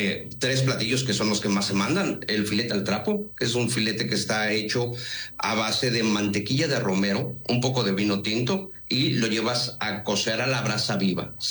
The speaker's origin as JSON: {"language": "Spanish", "country": "Mexico", "lives_now": "Mérida, Mexico"}